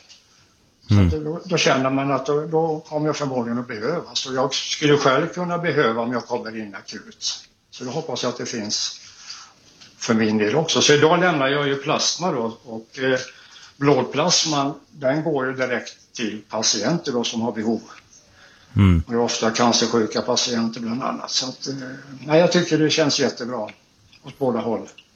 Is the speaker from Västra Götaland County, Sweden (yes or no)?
yes; Gothenburg, Västra Götaland County, Sweden; Som göteborgare så heter det då surströmming.